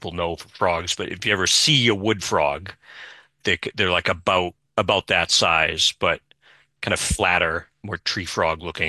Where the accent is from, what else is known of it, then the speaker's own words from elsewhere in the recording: Brockton, Massachusetts, United States; I'm from Brockton.